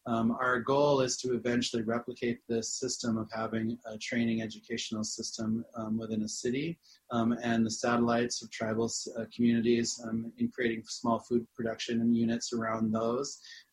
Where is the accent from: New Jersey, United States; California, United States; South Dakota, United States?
South Dakota, United States; Pine Ridge Reservation; You know, from my own experience growing up on Pine Ridge Reservation, which has been the poorest community in the United States ever since its inception